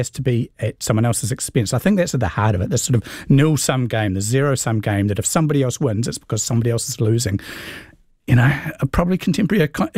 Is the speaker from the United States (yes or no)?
no; Scotland, United Kingdom; I'm Scottish.